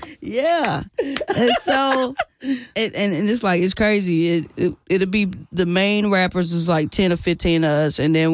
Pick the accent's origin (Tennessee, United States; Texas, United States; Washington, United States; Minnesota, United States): Tennessee, United States; Nashville; growing up in Nashville in early 2000s, South Side always had beef with the East Side and vice versa.